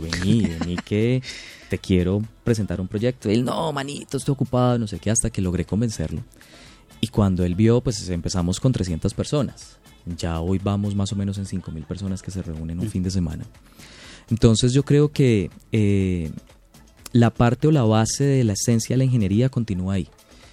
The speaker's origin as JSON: {"language": "Spanish", "town": "Cali", "region": "Valle del Cauca", "country": "Colombia", "said": "heridas que tenemos como caleños"}